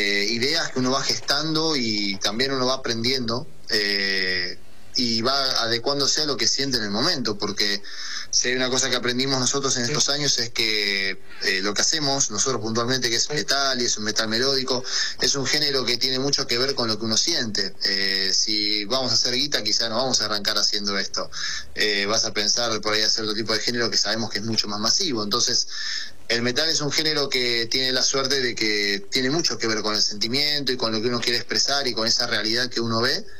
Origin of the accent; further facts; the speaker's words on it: Argentina; nuestra realidad como argentinos